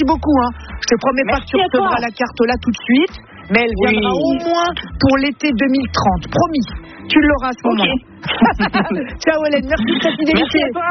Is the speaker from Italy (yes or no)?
yes; Italy; mais ça, c'est les Italiens, ça, et je suis italien, moi